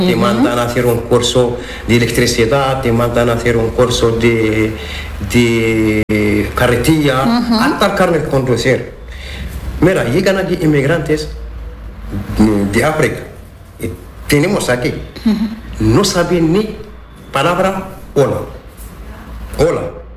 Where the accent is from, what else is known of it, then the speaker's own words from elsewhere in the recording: Morocco; Spanish is a second language; moved away as an adult; now in Plasencia, Spain; Como soy marroquí, amazir, la etnia bereber, mi identidad sigue muy viva en mí.